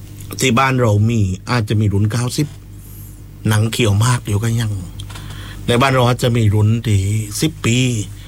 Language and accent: Thai; Southern Thailand, Thailand; สำหรับเราภาคใต้คนใต้ที่ไม่ลืมความเป็นคนใต้ของเรานะครับ